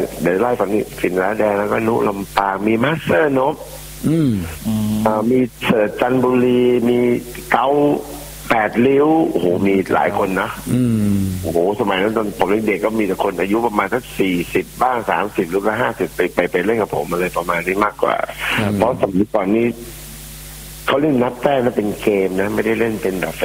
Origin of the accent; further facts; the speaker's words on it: Bangkok, Thailand; also born or lived in Ubon Ratchathani; ผมเป็นคนอุบลนะแล้วก็สี่ห้าขวบเลยก็มาอยู่ตรงที่เนี่ยเป็นคุณย่าเขาขายลาบน้ำตกอยู่ที่นี่ซอยหลังสวน